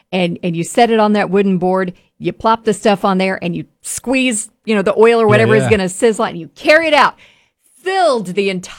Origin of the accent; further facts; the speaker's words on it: Memphis, Tennessee, United States; And my kids know who … is, and I'm from Memphis, so I have a duty to protect him, right?